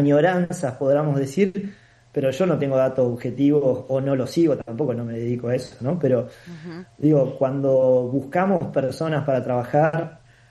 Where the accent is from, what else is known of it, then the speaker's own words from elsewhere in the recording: Paraná, Entre Ríos, Argentina; born there; nosotros somos de acá, yo soy de Paraná, nací, vivo acá en Paraná. Si bien tuve la oportunidad de estudiar en otra provincia